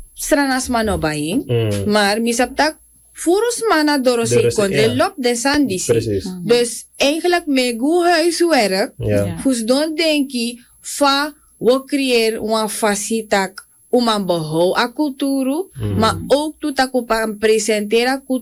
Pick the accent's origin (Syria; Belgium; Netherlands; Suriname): Suriname; Want het is heel belangrijk dat wij als Surinamers ons cultuurerfgoed gaan vastleggen.